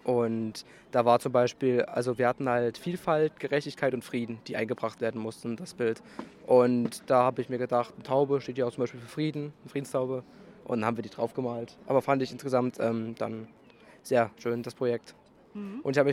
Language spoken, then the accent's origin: German; Germany; Hier aus Fachau.